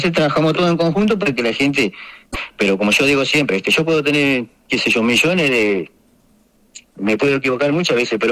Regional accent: El Salado, Río Negro, Argentina; Porque tenemos la parte del Salado, de donde yo soy del Salado, el otro paraje que está vecino, que también pertenece a Chipauquil, que es zona rural de Chipauquil.

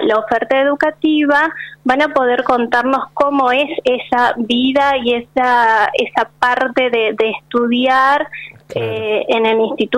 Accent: Córdoba, Argentina; now in Viedma, Argentina; yo soy de Córdoba y en ese momento tenía que irme a Córdoba capital

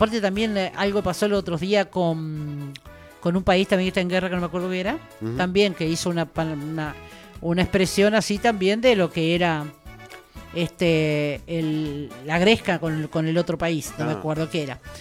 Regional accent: Argentina; porque soy argentina. Soy argentina.

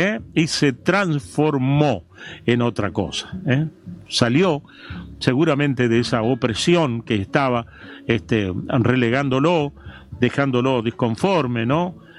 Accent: María Grande, Entre Ríos, Argentina; No, yo soy de María. La mejor, ¿no es cierto? ¿Vas a comparar Viale con María Grande? No, jamás.

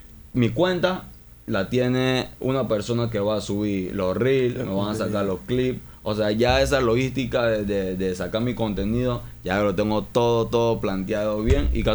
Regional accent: Colón, Panama; soy de Colón

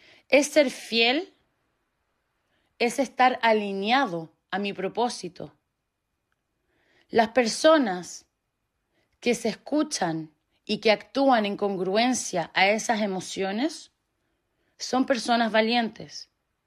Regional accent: Chile; yo soy chilena

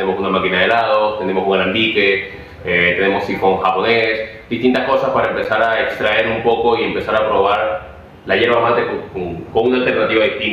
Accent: Venezuela; moved away as an adult; now in Argentina; Soy de Venezuela.

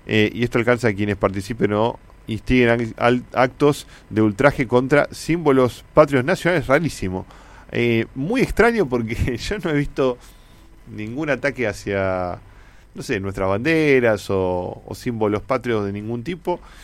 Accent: Buenos Aires Province, Argentina; quienes somos bonaerenses

